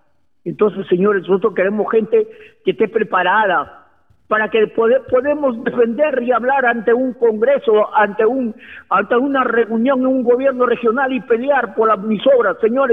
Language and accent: Spanish; Olmos, Lambayeque, Peru; born there; moved away; He vuelto a los 32 años y me da mucha pena mi pueblo.